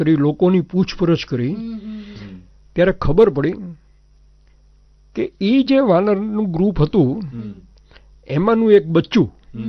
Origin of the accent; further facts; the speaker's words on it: Bhavnagar, Gujarat, India; પણ હું ભાવનગર ગયો, મારું વતન છે.